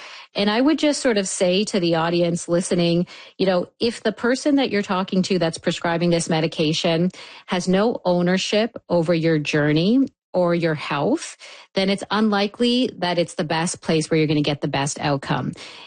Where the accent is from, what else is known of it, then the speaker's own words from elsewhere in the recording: Canada; I think as a Canadian population, we would be so much better off kind of going that route.